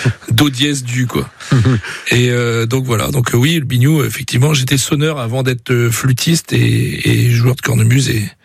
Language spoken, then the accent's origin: French; Brittany, France